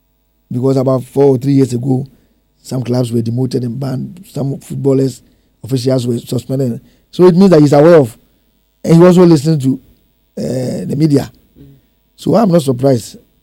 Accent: Sekyere South District, Ashanti, Ghana; now in Kumasi, Ghana; Well, I am from Asamai and Yamwasi. My mother is from Asamai and Yamwasi, all both in the Sechere South District. And our capital is Aguna. Our constituency is Efija Sechere East.

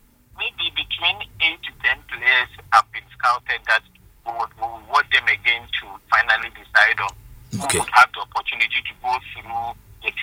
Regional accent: Ghana; But as a Ghanaian, no, I feel say, as far as possible, near the course.

